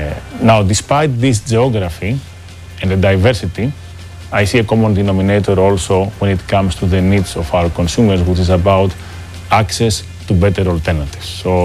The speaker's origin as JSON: {"language": "English", "country": "Greece", "tie": "born or raised there", "said": "So I grew up in Greece and I had the opportunity to get my first learnings and values in a family business environment. My grandparents were immigrants in Athens and set up a small family business manufacturing shoes for the community."}